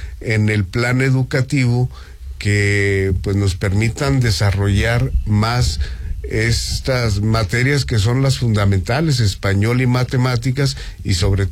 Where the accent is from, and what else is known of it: Mexico